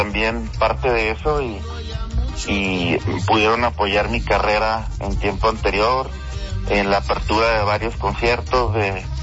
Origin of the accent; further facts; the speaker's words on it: Juárez, Chihuahua, Mexico; Yo soy un niño que crecí en Juárez, y sin de la nada, sin nada